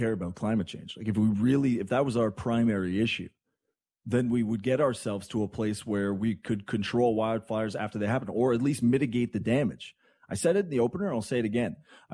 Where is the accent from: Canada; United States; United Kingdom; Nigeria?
Canada; I swear to God, I'm there as a Canadian, never witnessed this before.